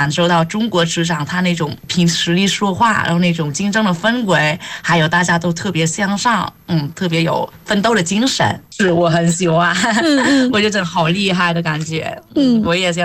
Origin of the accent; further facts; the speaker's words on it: Vietnam; Chinese is a second language; 因为在越南呢，一直以来中国电视剧在我们这边特别受欢迎的，我也就是看着中国电视剧长大的